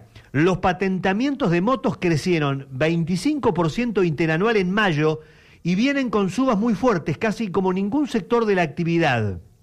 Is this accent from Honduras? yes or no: no; Esquel, Chubut, Argentina; uno acá piensa en Robert y piensa en Gaiman, Dolabon, en el Valle, y dice, no … de Esquel.